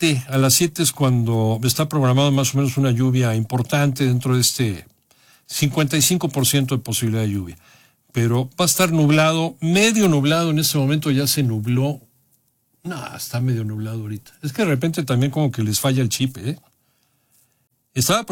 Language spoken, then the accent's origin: Spanish; Cancún, Quintana Roo, Mexico; Me estaban platicando ahí amigos de Cancún, saludos allá a mi tierra